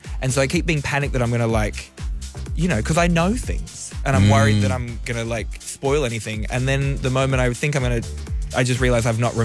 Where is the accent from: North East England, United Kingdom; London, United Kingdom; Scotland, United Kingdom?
North East England, United Kingdom; Newcastle; Well, clearly I was raised in Newcastle.